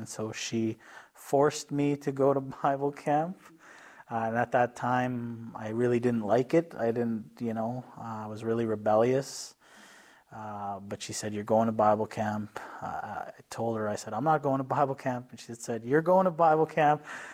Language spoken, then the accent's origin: English; Cumberland House, Saskatchewan, Canada; Living in Cumberland House, you're tuned in with nature quite a bit.